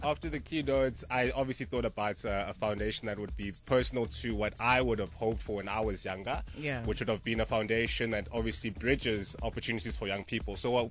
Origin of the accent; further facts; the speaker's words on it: South Africa; a team of five South Africans.